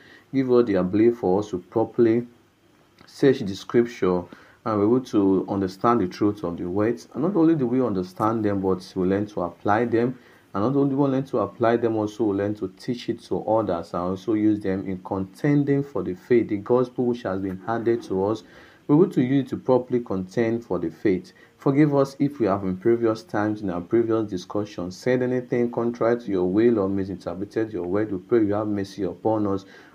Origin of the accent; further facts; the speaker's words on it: Okada Town, Edo, Nigeria; from Okada Town, Edo State, Nigeria.